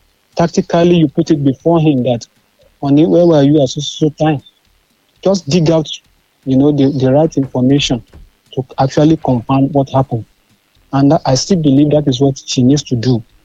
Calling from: Kitui, Kitui County, Kenya; They're calling from Kitui.

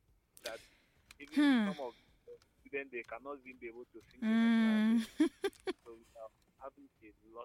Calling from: Nigeria; I'm calling you from GRA.

